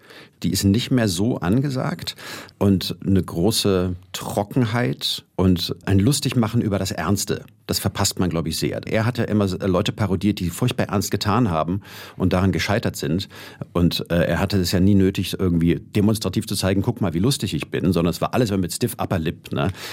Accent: Berlin, Germany; Also ich bin ja in der Lesebühnenszene in Berlin groß geworden

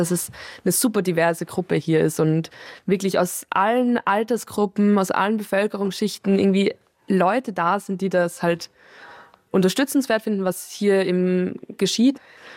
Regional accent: Lower Austria, Austria; Ich bin in der Nähe hier auch aufgewachsen, in der Schule gewesen

